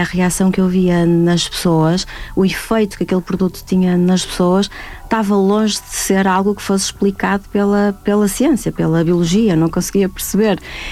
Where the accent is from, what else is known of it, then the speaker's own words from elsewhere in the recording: Braga, Norte, Portugal; Eu não nasci no meio da vinha, não fui criada no meio da vinha, eu sou de Braga.